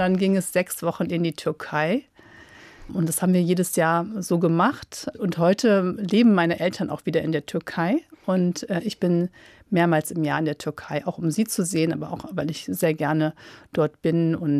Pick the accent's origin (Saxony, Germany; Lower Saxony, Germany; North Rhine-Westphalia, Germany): North Rhine-Westphalia, Germany; Düsseldorf; born there; now in Cologne, Germany; ich würde mich heute als Kölnerin bezeichnen, obwohl ich in Düsseldorf geboren bin.